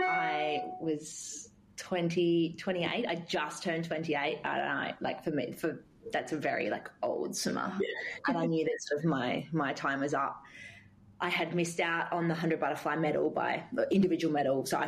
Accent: Australia

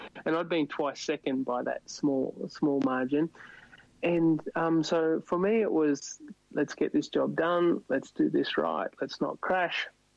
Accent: Australia; moved away as an adult; I'm always Australian, but I've been on the other side of the world

